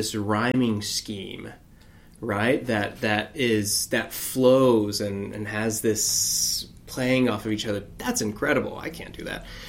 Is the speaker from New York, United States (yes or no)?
no; Alabama, United States; I grew up in Alabama, and you know, I went to a high school of, it was 90.